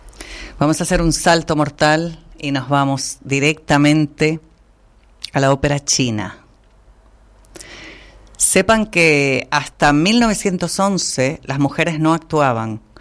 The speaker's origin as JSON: {"language": "Spanish", "town": "Las Palmas de Gran Canaria", "region": "Canary Islands", "country": "Spain", "said": "y también en Las Palmas de Gran Canaria, la ciudad de donde soy yo."}